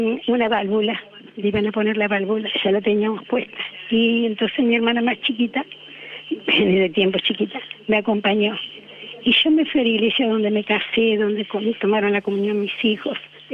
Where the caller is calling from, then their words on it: Rosario, Santa Fe, Argentina; ¿Qué tal, querido? … de Rosario.